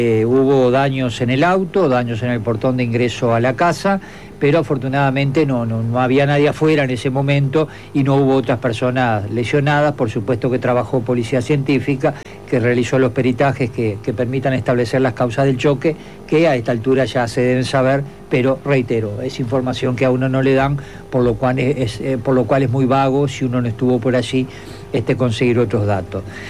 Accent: Gregorio Aznárez, Maldonado, Uruguay; Yo soy de Gregorio Aznares con mucho orgullo.

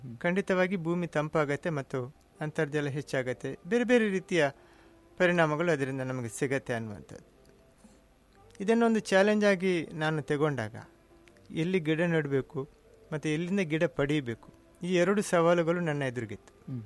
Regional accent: Ullal, Karnataka, India; Ullal ಕೋಡಿಯಲ್ಲಿ.

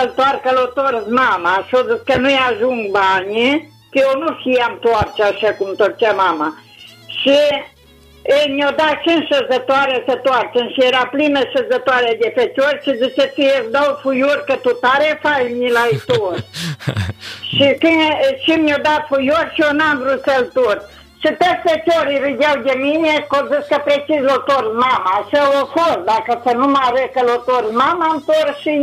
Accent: Moisei, Maramureș County, Romania; moved away as an adult; now in Sânicoară, Romania; eu sunt din Moisei.

